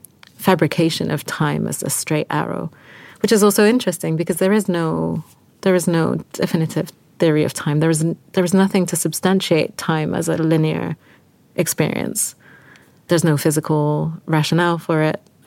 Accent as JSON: {"language": "English", "region": "London", "country": "United Kingdom", "tie": "born or raised there", "moved": "yes", "lives_now": "Belgium", "said": "I grew up in London in the 90s in South London"}